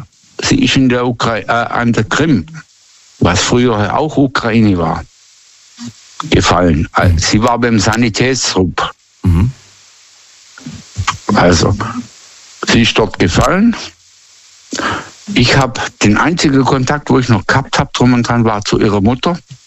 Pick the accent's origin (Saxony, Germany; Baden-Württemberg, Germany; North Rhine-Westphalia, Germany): Baden-Württemberg, Germany; Sondern Südlage, Schwäbische Alb.